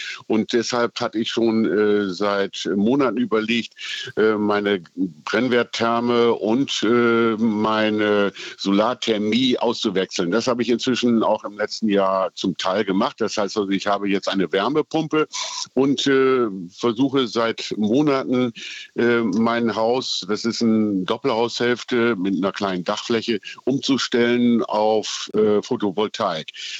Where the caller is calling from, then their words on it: Berlin, Germany; Berlin. Als Berliner